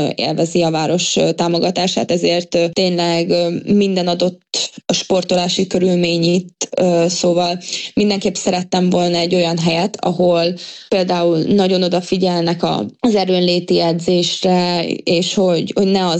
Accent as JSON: {"language": "Hungarian", "town": "Szombathely", "region": "Vas", "country": "Hungary", "tie": "born or raised there", "moved": "yes", "said": "nekem Szombathely a szülővárosom, én ott mindent mindig tudtam, hogy volt, hova megyek, mikor"}